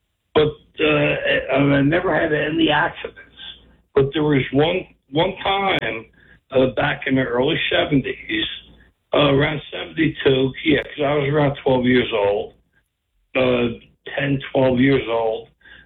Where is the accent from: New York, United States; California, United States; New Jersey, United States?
New Jersey, United States; I grew up in Jersey, and we went to the Delaware River all the time growing up, and we went tubing down the Delaware all the time. I'm 60. I'm going to be 64 next month.